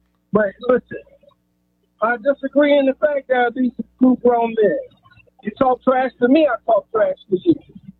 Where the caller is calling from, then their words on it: Miami, Florida, United States; Remember me … from Miami.